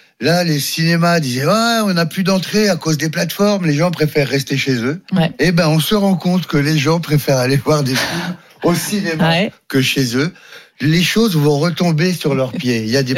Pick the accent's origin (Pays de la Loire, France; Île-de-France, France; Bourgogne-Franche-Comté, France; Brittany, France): Île-de-France, France; Paris; Mais non, je suis parisien, et ça me passionne.